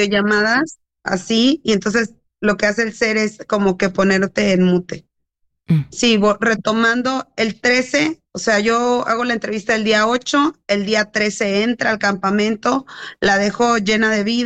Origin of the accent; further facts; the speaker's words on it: Ciudad Mante, Tamaulipas, Mexico; Yo soy de Ciudad Mante.